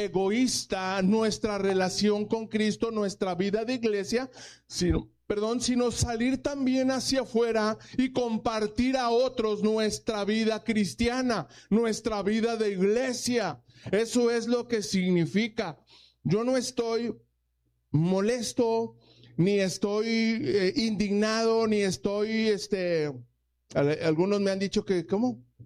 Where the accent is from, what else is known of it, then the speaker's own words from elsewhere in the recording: Mexico; Nosotros como ciudadanos mexicanos